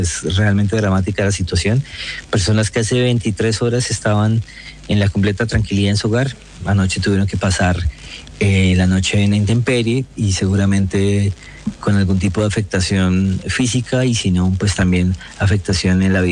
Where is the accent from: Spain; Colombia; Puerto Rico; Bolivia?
Colombia; Entonces eso como colombiano nos tiene muy satisfechos en medio de la gran dificultad